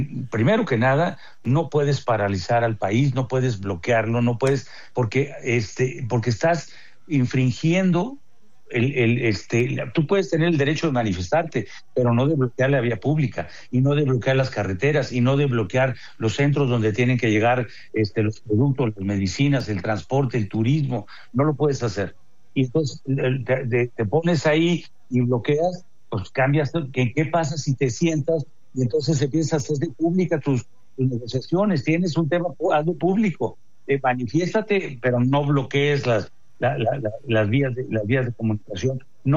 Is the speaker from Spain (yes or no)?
no; Mexico; los mexicanos que todos los días salimos a trabajar